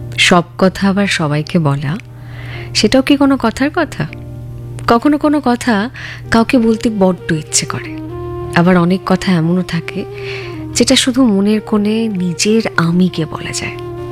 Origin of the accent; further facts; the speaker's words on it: Tripura, India; moved away; North east Tripura.